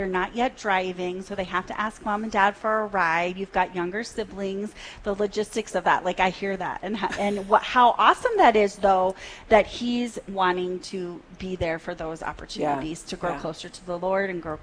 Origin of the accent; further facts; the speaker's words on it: South Dakota, United States; I grew up in Eastern South Dakota, so I know.